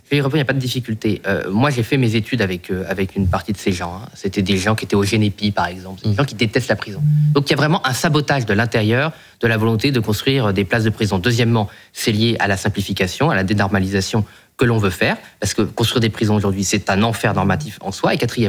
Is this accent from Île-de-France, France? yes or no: no; Boulogne-sur-Mer, Hauts-de-France, France; born there; Moi, je suis né à Boulogne-sur-Mer. Bon, c'est les voisins, les Pays-Bas. On a nos amis belges entre les deux.